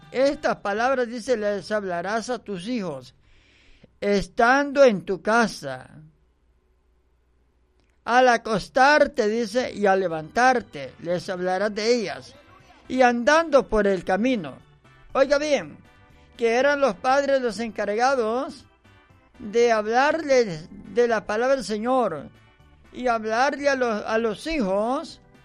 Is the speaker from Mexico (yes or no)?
no; El Salvador; Como nosotros los salvadoreños que decimos buenas tardes.